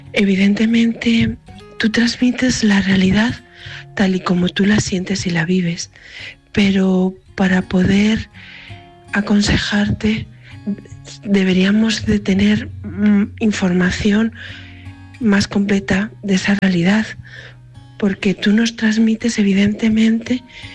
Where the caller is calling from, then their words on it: Valencia, Valencian Community, Spain; te hablo desde Valencia.